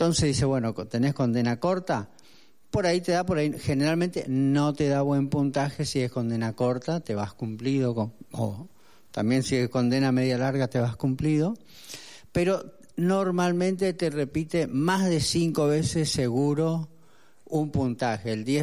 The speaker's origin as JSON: {"language": "Spanish", "region": "Chaco", "country": "Argentina", "moved": "yes", "said": "yo, por ejemplo, soy del Chaco, necesitaba para la visita especial a mi provincia, donde está mi familia"}